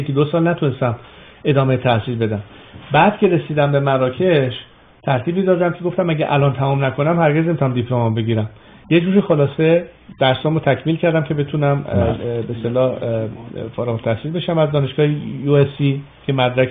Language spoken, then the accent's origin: Persian; Iran; moved away; به عنوان یک ایرانی